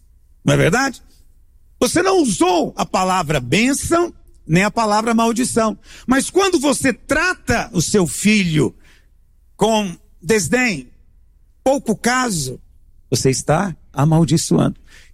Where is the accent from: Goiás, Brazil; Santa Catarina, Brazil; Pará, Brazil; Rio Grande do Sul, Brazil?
Goiás, Brazil; nós somos goianos, a gente nunca usa essa palavra.